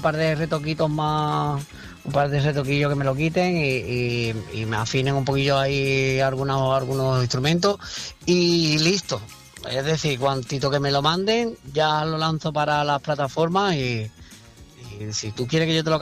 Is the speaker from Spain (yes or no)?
yes; Cádiz, Andalusia, Spain; un tema que hemos sacado a mi tierra, a Cádiz